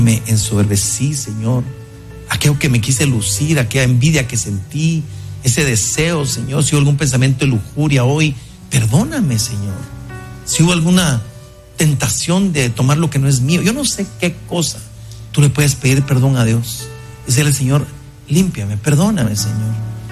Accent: Guatemala

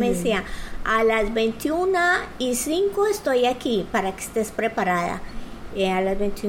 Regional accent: Colombia; moved away as an adult; Yo soy de Colombia. He vivido en diferentes países con mi esposo. Vivimos en diferentes países debido al trabajo de él como militar.

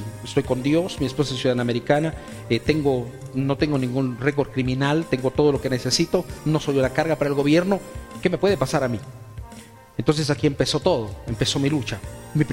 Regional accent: Guatemala

